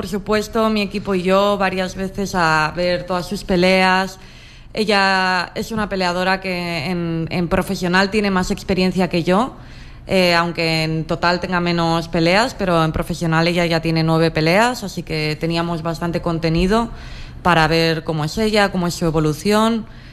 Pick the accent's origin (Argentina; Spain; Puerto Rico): Spain; soy la primera española que está aquí arriba